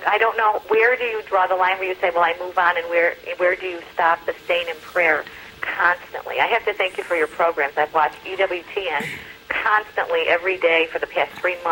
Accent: Chicago, Illinois, United States

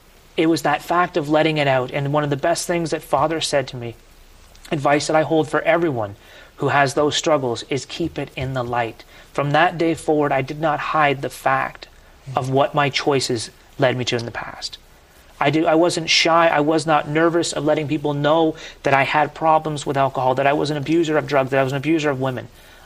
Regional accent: Canada; home to Canada, all I had was my past. There was no one. I'd never been a Catholic or a Christian in my hometown.

